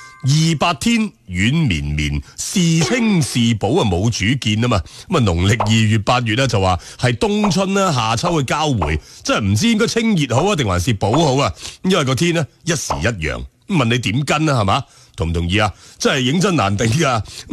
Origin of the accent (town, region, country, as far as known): Guangdong, China